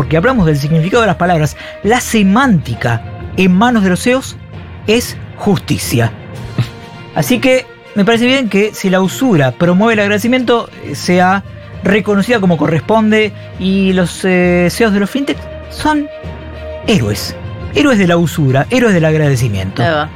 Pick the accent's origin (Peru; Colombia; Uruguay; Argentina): Argentina; a mí, como argentino de bien, me duele